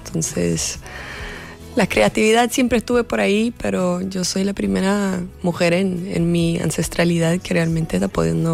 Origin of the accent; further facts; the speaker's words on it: Rio de Janeiro, Brazil; Spanish is a second language; moved away; Yo soy de Rioja de Janeiro, la mejor ciudad del mundo.